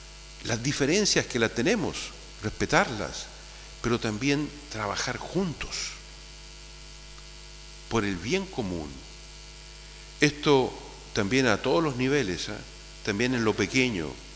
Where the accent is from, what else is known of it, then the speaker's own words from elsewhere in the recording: Chile; una vez yo estando en el extranjero, en un país, me dolió mucho cuando me presentaron y me dijeron, y le dijeron a esta persona, él es chileno.